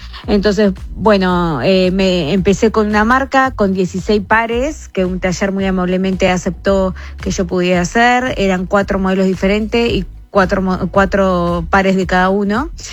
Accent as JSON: {"language": "Spanish", "town": "Cardona", "region": "Soriano", "country": "Uruguay", "tie": "born or raised there", "also_born_or_lived": "Nueva Helvecia", "moved": "as an adult", "lives_now": "Playa Fomento, Uruguay", "said": "Soy de la Rañaga, que es un paraje rural, que está muy cerquita a Cardona, y bueno, yo fui a la escuela pública en Cardona, al liceo público de Cardona, así que bueno, de ahí es donde vengo."}